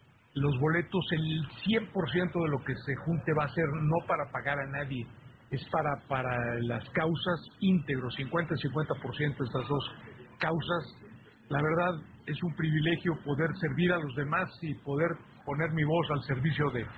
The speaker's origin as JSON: {"language": "Spanish", "country": "Mexico", "said": "lo terribles que somos los mexicanos con los migrantes que cruzan nuestro país."}